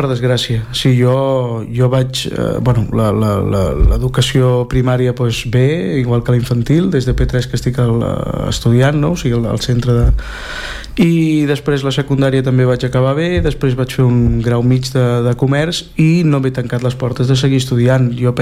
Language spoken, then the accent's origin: Catalan; Barcelona, Catalonia, Spain; Nosaltres som catalans de pura cepa, sí. El parlem a casa des de sempre i sí, el parlem, aquí el parlem molt.